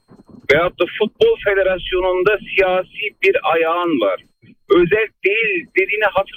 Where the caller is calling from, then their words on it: Germany; Ben Almanya'dan arıyorum. … 1 yaşındayım.